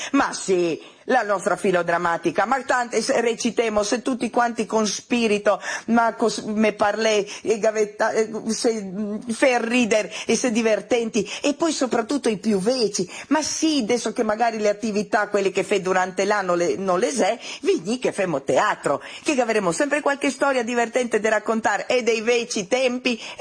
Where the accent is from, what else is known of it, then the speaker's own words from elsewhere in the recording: Istria County, Croatia; accent: Istro-Venetian; il nostro dialetto istroverde